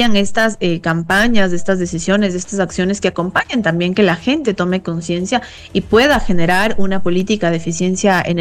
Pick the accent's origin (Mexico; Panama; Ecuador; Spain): Ecuador; nosotros también como ecuatorianos